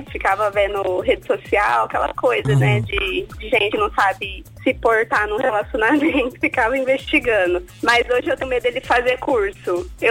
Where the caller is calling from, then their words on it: Ribeirão Preto, São Paulo, Brazil; Eu falo de Ribeirão Preto, São Paulo.